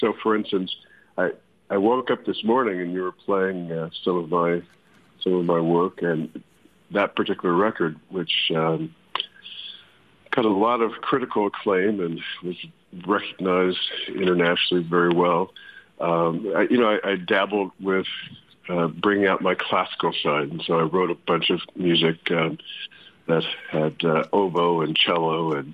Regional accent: Gary, Indiana, United States; born there; also born or lived in South Bend, Indiana; now in Occidental, United States; I've grew up in Indiana. I was born in South Bend, Indiana, by Notre Dame, and then we moved to Gary when I was maybe 8 or so, and went through school there

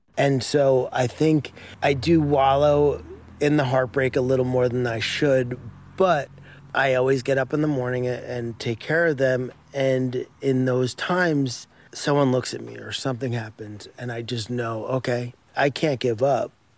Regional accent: New Jersey, United States; moved away; I'm from Jersey.

